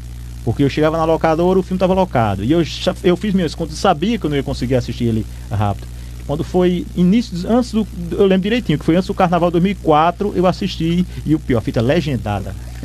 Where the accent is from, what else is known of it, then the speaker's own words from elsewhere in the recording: Toritama, Pernambuco, Brazil; born there; Eu nasci no final dos anos 80. No início dos anos 80, no ano que eu nasci, já ainda tinha cinema em Toritama